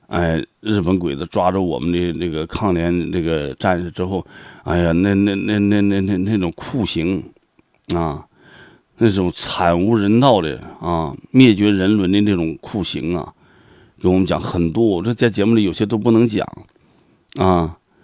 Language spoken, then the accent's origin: Chinese; Heilongjiang, China; now in Liaoning, China